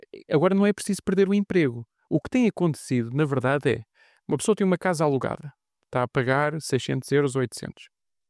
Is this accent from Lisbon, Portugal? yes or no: yes; Lisbon, Portugal; born there; moved away; eu nasci em Lisboa. Lisboa é a minha cidade. Embora eu já não viva, em Lisboa, tive que viver fora.